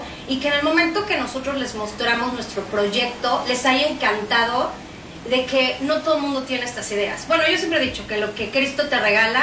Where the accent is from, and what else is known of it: Mexico